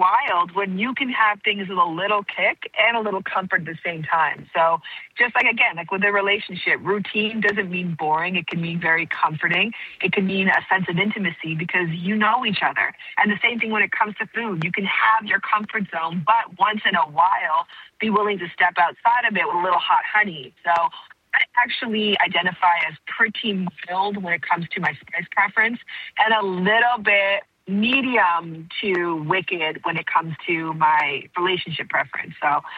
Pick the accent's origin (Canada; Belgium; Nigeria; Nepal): Canada; now in Los Angeles, United States; I now live in Los Angeles, but I'm originally from Canada.